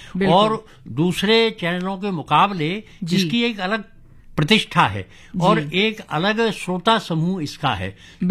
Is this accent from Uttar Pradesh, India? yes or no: yes; Uttar Pradesh, India; ब्रज मेरी आत्मा में समाया हुआ है, मैं वहीं का रहने वाला हूँ।